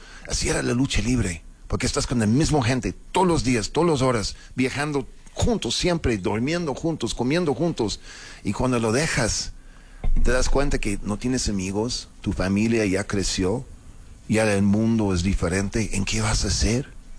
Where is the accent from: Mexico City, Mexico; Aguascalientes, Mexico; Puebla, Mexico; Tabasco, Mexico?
Mexico City, Mexico; Soy chilango con acento, pues yo qué hago, ¿no?